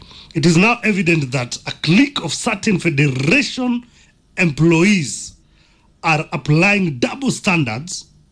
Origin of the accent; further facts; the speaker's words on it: Kenya; Sisi ni wa Kenya.